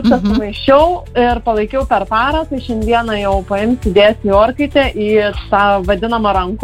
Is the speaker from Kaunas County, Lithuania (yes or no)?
no; Klaipėda, Klaipėda County, Lithuania; Iš Klaipėdos.